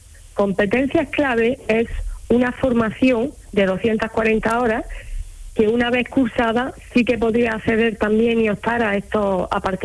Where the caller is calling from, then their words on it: Granada, Andalusia, Spain; Pues yo estoy en Granada Capital.